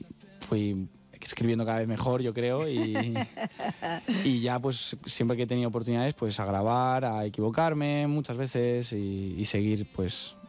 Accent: Valladolid, Castile and León, Spain; una sala que era de Valladolid, que era de donde soy yo.

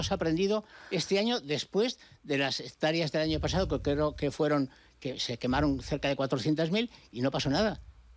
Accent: Castile and León, Spain; moved away; en mi pueblo, se llama el de Huela de la Bóveda, en Salamanca, y tendrá, no exagero, pero posiblemente tiene unas 200 hectáreas o 300

